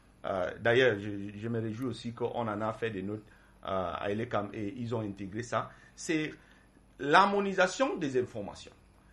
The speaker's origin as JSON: {"language": "French", "country": "Cameroon"}